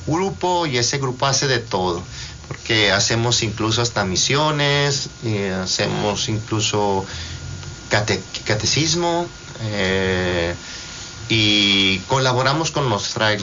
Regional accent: Guadalupe, Nuevo León, Mexico; moved away; also born or lived in Monterrey; Yo crecí en una comunidad en donde por primera vez llegaron los frailes a esa comunidad. Periferia de Monterrey, nací en Monterrey, posteriormente nos movemos hacia una periferia, Guadalupe, Nuevo León

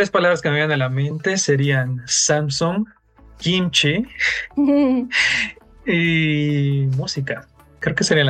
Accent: Michoacán, Mexico; moved away as an adult; now in Mexico City, Mexico; porque soy de fuera también, ahora ya muy achilangado, pero soy de Michoacán

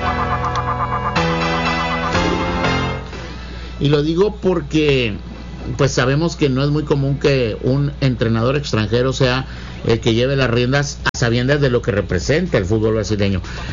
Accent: Mexico

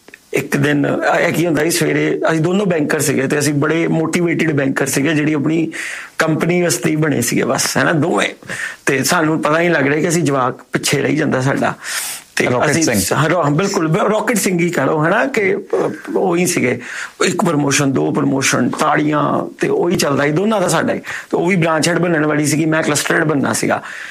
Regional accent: Chandigarh, India; moved away as an adult; also born or lived in Hisar / Adelaide; now in Melbourne, Australia; ਪਰ ਮੇਰੀ ਜੰਮਪਲ ਚੰਡੀਗੜ੍ਹ ਦੀ

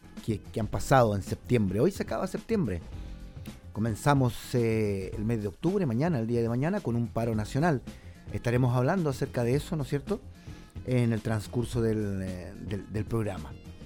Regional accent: Salamanca, Coquimbo, Chile; Yo me recuerdo muy bien cuando era niño que en Salamanca

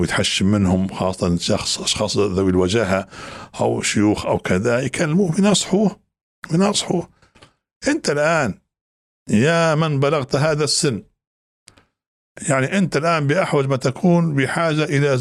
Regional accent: Libya; في مجتمع احنا عايشين في ليبيا

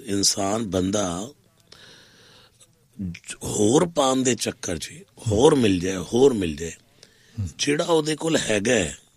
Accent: Delhi, India; born there; ਦੋ ਮੰਦਰ ਬਣਵਾਏ ਜਿੱਥੇ ਮੇਰਾ ਜਨਮ ਹੋਇਆ ਸੀ

